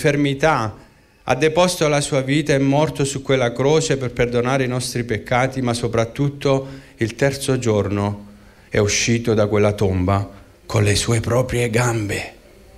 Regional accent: Naples, Campania, Italy; now in Reggio Emilia, Italy; Io non sono di Monte San Giacomo, sono napoletano, anche se vivo a Reggio Emilia.

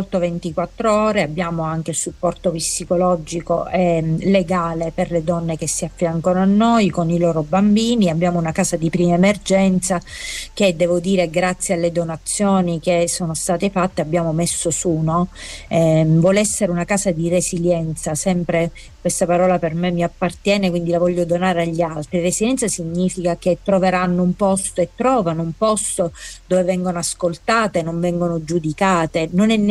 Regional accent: Nicolosi, Sicily, Italy; un istituto del mio paese, di Nicolosi

